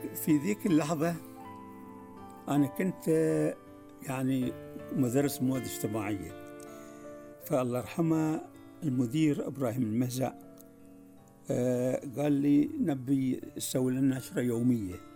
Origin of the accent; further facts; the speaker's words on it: Bahrain; فكانوا يحبون لما يسمعوا صوت العرب والقاهرة وبعدين يعني دمشق يعني هذه الإذاعات اللي كانت يعني موجودة عندنا في البحرين.